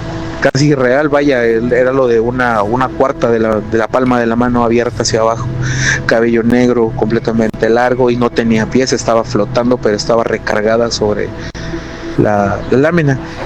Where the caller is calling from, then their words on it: Chilpancingo, Guerrero, Mexico; aquí de Chilpancingo, Guerrero, de donde les mando el audio.